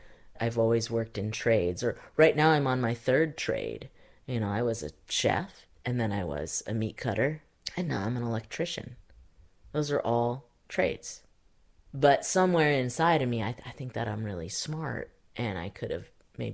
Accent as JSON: {"language": "English", "area": "Lamoille County", "region": "Vermont", "country": "United States", "tie": "born or raised there", "said": "I grew up in French-speaking Vermont. There were a lot of farms in the valley."}